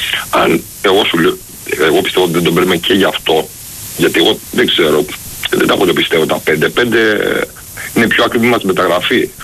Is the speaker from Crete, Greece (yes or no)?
yes; Chania, Crete, Greece; Από τα Χανιά είμαι, σου πάει. Είμαι από τα Χανιά.